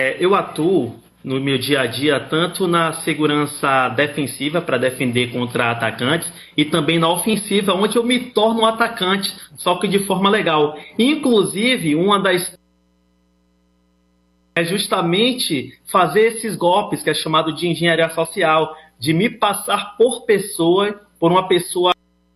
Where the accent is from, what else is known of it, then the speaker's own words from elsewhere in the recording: Salvador, Bahia, Brazil; Não, eu sou de Salvador.